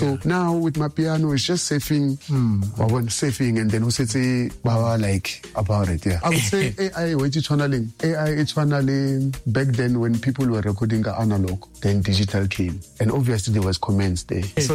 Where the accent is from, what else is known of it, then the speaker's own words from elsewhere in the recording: Pretoria, Gauteng, South Africa; The comment didn't affect … because of I'm from Pretoria and then now I'm doing Chrome.